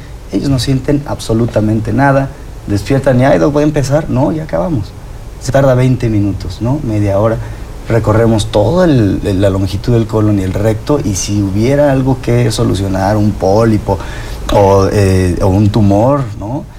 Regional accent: Mexico; Nosotros que a veces también somos una comunidad mexicana

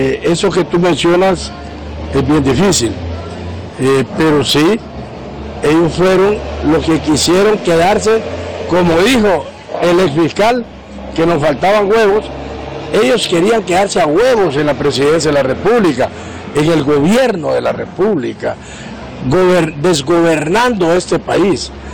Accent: Honduras; estoy hablando como hondureño

